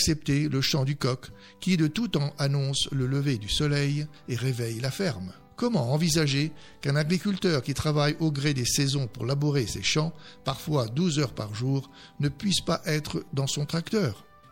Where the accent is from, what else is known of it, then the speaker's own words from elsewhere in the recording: France; chez nous en France.